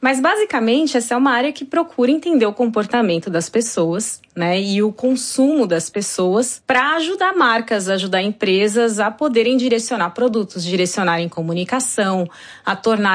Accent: Brazil; moved away; Afinal, sou brasileira.

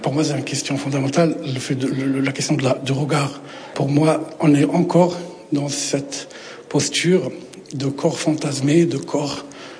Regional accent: Tangier, Tanger-Tetouan-Al Hoceima, Morocco; Cette œuvre, j'ai fait par une expérience personnelle en grandissant à Tanger.

